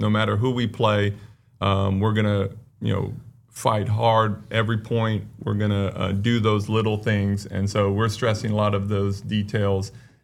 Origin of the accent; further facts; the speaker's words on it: California, United States; Well, so I grew up in California, and I played in high school.